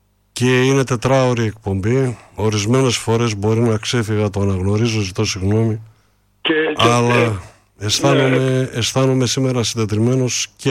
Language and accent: Greek; Istanbul, Turkey; now in Greece; Εγώ είμαι από την Κωνσταντινούπολη, κύριε μου.